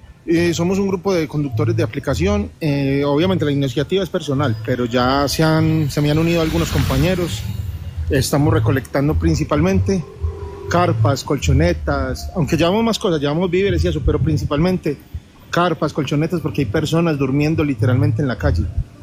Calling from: Medellín, Antioquia, Colombia; yo soy de Medellín.

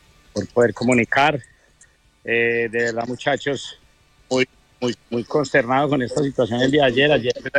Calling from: Armenia, Quindío, Colombia; Soy docente del Colegio Rufino Centro de la Ciudad de Armenia

